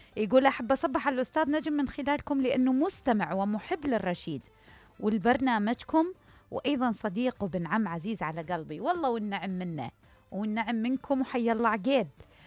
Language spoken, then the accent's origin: Arabic; Egypt; يمكن شوية اللهجة يعني، خصوصا لما نحكي إحنا مصري وتتحكون عراقي